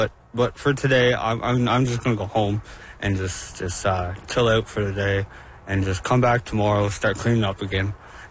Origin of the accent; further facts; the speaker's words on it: Happy Valley-Goose Bay, Newfoundland and Labrador, Canada; I'm from Happy Valley Goose Bay. And I'm 24 years old, and I love it here in Goose Bay.